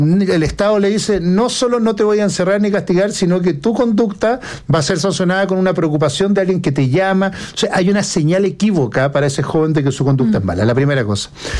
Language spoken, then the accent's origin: Spanish; Montevideo, Uruguay; yo estuve en el liceo y me crié en la Colón 9000.